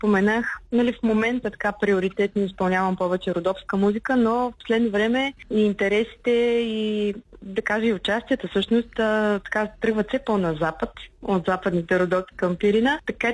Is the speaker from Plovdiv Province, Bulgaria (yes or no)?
yes; Plovdiv, Plovdiv Province, Bulgaria; Всъщност аз съм от Пловдив